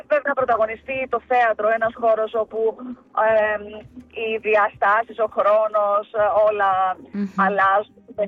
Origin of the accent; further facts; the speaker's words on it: Cyprus; moved away; στην πατρίδα μου και πατρίδα του Ευαγόρα φυσικά, στην Κύπρο